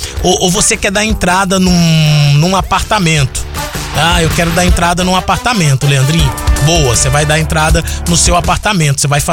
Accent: Brazil; moved away; sou brasileiro.

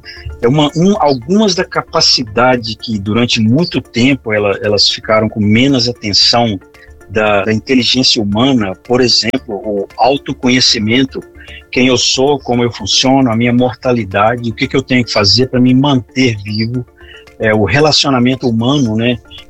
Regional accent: Minas Gerais, Brazil; Eu sou mineiro, caipira, cresci na roça, Eduardo. É nós, é o uai.

